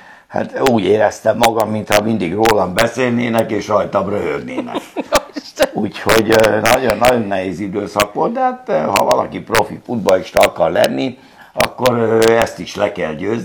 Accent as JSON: {"language": "Hungarian", "country": "Hungary", "said": "Tehát abból induljunk ki, hogy magyar vagyok"}